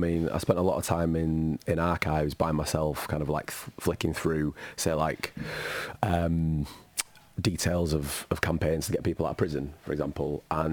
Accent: Bradford, Yorkshire and the Humber, United Kingdom; I'm from Bradford. Northern Soul was a big thing growing up.

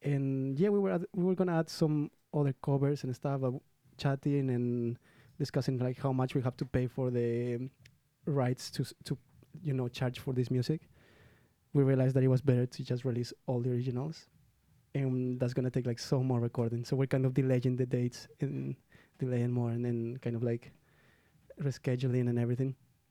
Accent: Peru; also born or lived in Edinburgh; now in London, United Kingdom; because I'm from Peru.

